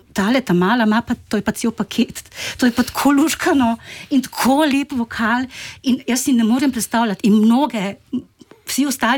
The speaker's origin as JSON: {"language": "Slovenian", "town": "Ruše", "region": "Drava", "country": "Slovenia", "said": "ker sem iz Ruš"}